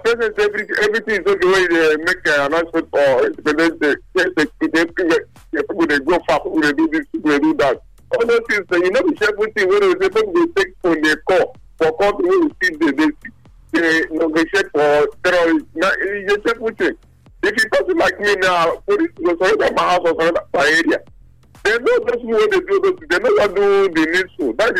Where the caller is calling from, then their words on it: Owerri, Imo, Nigeria; I'm calling from Owerri.